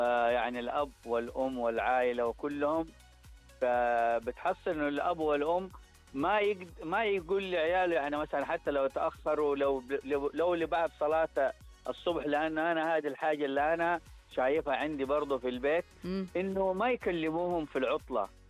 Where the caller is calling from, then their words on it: Jeddah, Makkah Province, Saudi Arabia; رجعنا من الرياض على هنا على جدة.